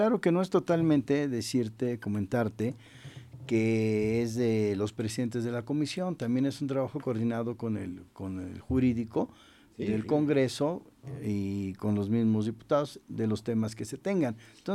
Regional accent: Puebla, Mexico; como mexicanos, como poblanos

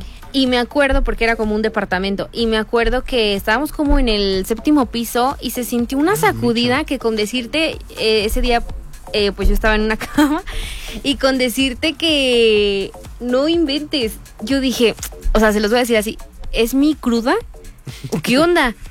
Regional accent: Mexico

